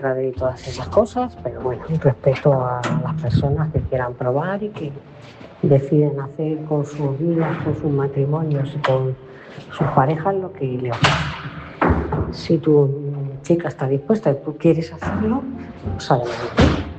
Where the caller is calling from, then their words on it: Móstoles, Community of Madrid, Spain; de Móstoles.